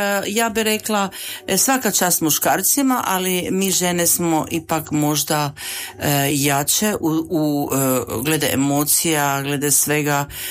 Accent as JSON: {"language": "Croatian", "town": "Virje", "region": "Koprivnica-Križevci County", "country": "Croatia", "said": "ja sam iz Virja"}